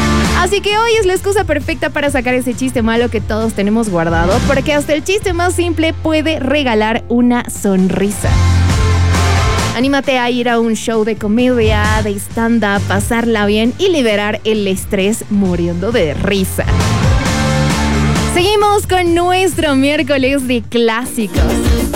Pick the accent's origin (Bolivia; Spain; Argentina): Bolivia